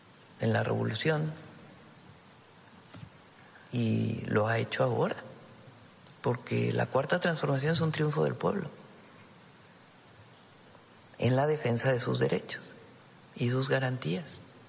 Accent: Mexico; Somos humanistas y somos mexicanos.

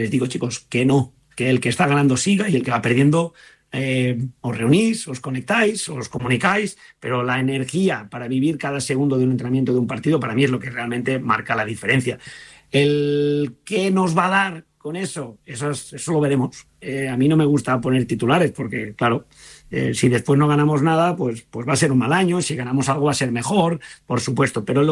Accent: Granollers, Catalonia, Spain; Quien realmente ha seguido mi carrera y quien me conocía incluso estando, da igual, en mi pueblo, en Granollers, en Español, en Barça

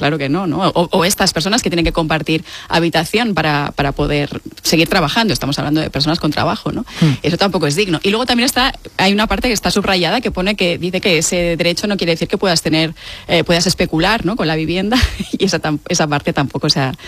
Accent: Balearic Islands, Spain; moved away as an adult; now in Barcelona, Spain; Yo soy mallorquina, llegué a Barcelona para estudiar la carrera

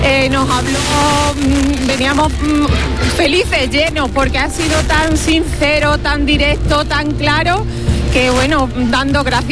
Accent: Los Palacios y Villafranca, Andalusia, Spain; Yo soy de Los Palacios, un pueblo de Sevilla. Los Palacios muy conocidos porque tenemos 3 futbolistas que han estado en la selección.

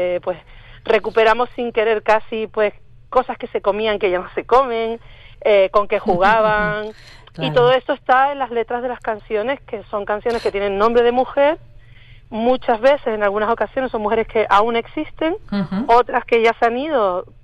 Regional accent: Tenerife, Canary Islands, Spain; porque nosotras somos de Tenerife

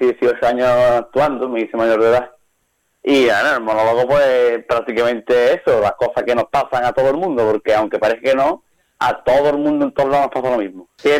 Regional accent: Seville, Andalusia, Spain; imagínate si tengo algo preparado para el calor, que soy de Sevilla, donde más calor hace del mundo.

